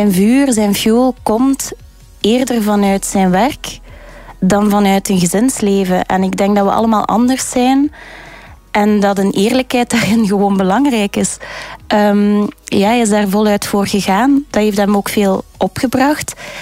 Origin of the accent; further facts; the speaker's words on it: Ghent, Flanders, Belgium; born there; ik ben in Gent geboren om 00:30 of zo, 's nachts.